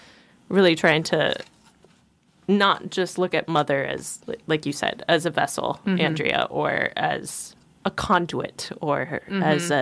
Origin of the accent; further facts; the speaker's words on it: Palmer, United States; I was born and raised in Palmer. The idea of fruit trees is very exciting.